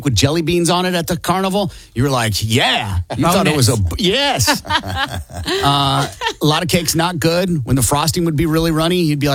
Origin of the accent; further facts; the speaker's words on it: Iowa, United States; Growing up in Iowa, we had that beautiful Iowa soil.